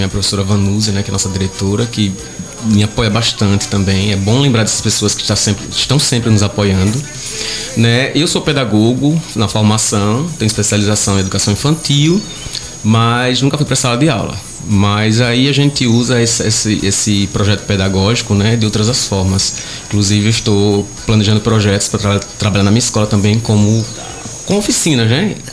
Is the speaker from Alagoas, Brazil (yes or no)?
yes; Penedo, Alagoas, Brazil; born there; also born or lived in Igreja Nova, Alagoas; sempre penedense, né? Nasci em Penedo e hoje resido há aproximadamente 15 anos aqui em Penedo.